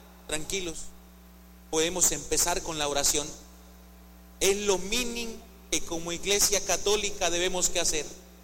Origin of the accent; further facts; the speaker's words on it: Colombia; como colombianos, no solamente por sangre, sino porque somos hijos de Dios